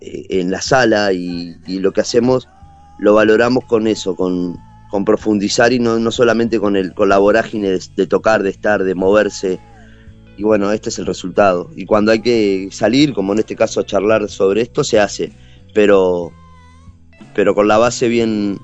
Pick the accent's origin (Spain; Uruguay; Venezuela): Uruguay